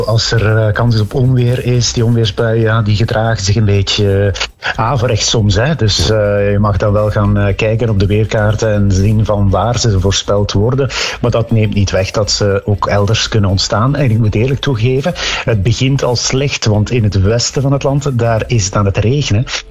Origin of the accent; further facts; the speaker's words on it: Ghent, Flanders, Belgium; Ik ben geboren en getogen in Gent.